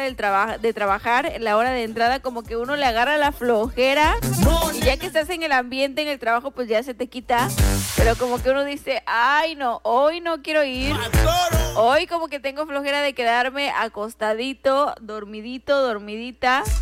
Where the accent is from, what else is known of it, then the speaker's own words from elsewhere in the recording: Mexico; así somos nosotros los mexicanos, nosotros metemos la cuchara.